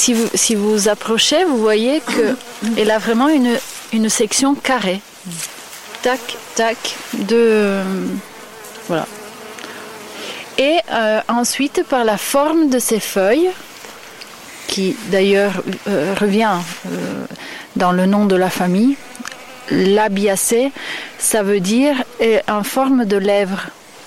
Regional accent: Italy; Moi, je suis italienne

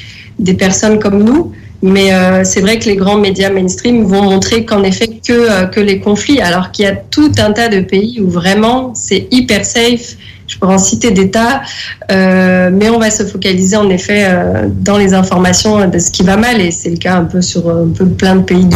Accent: Morocco; Donc, en effet, par exemple, moi, je suis marocaine. On dit souvent qu'au Maroc, faut négocier, ça fait partie de la culture, etc.

